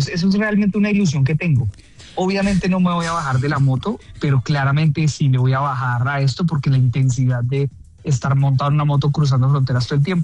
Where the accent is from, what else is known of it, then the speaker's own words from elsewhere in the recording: Colombia; moved away; Yo quiero mucho a mi país y poderles dar esa emoción a las personas y contarles como si desde Colombia vine acá